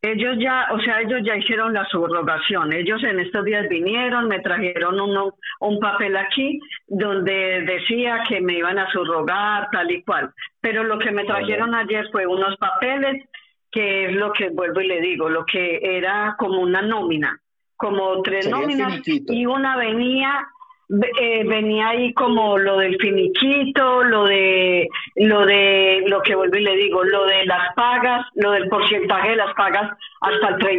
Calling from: Madrid, Community of Madrid, Spain; me comunico de aquí de Carabanchel Alto.

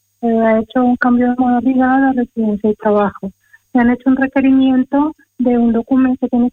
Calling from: Madrid, Community of Madrid, Spain; de Madrid.

